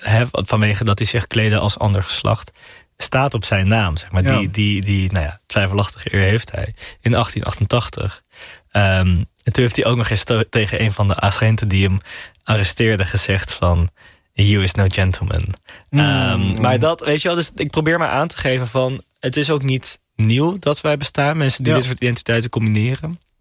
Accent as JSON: {"language": "Dutch", "town": "Amsterdam", "region": "North Holland", "country": "Netherlands", "said": "en dat is in Amsterdam gebeurd en daar ben ik ook trots op als Nederlander, als Amsterdammer."}